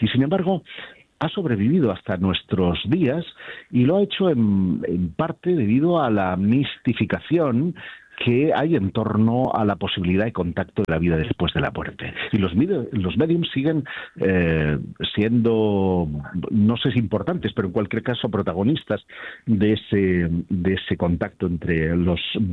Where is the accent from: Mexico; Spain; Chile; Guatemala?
Spain; Terrassa, Catalonia; born there